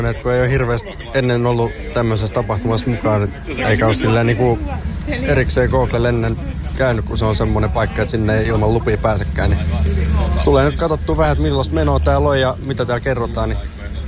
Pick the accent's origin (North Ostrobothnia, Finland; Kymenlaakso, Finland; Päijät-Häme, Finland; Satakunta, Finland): Kymenlaakso, Finland; Hamina; Olen Haminasta, joo.